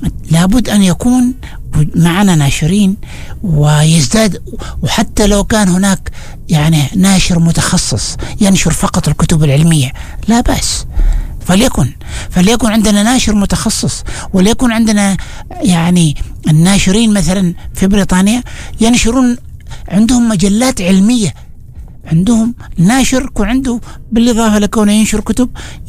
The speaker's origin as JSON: {"language": "Arabic", "country": "Oman", "said": "لا، احنا عندنا في عمان مثال يقول لك لا تذهب الدواء قبل الفلعة"}